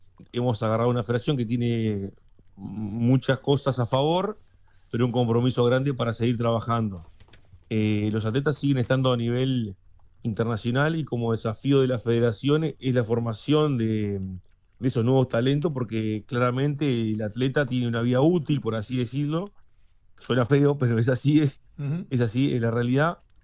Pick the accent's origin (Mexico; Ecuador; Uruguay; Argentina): Uruguay